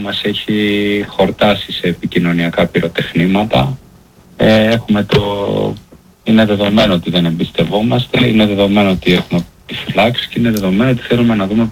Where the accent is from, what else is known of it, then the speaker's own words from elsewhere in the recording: Greece; εγώ ως Έλληνας Ευρωβουλευτής